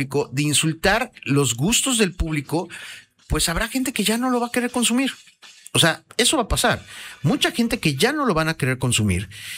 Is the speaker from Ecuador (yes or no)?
no; Mexico; nuestra cultura tradicional mexicana